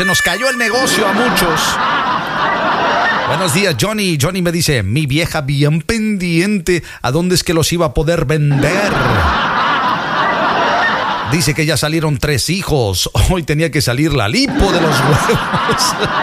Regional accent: Veracruz, Mexico; soy de oro, soy jarocho.

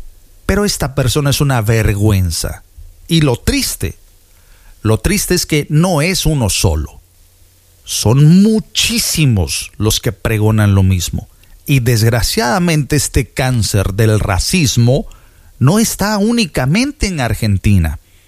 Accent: Mexico; puedo hablar por un servidor, que soy mexicano.

